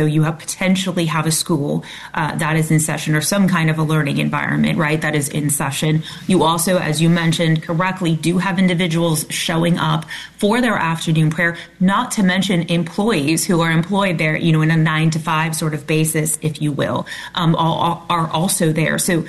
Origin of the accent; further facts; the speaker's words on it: California, United States; Yeah, so 4 acres, and again, I'm from California.